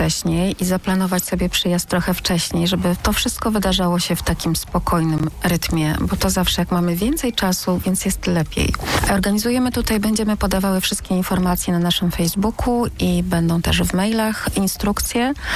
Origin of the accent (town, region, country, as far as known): Sopot, Pomeranian Voivodeship, Poland